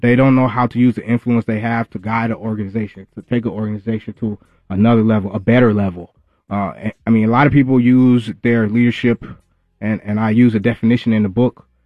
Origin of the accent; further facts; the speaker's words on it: Minneapolis, Minnesota, United States; moved away as an adult; also born or lived in Atlanta, Georgia; I grew up in Minneapolis, Southside Minneapolis. I met my boo back in 2005, who had moved here from the Bahamas, and we got married, and then we moved to Atlanta, Georgia.